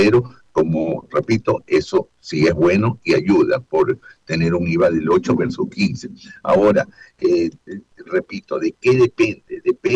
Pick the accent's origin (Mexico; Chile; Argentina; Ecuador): Ecuador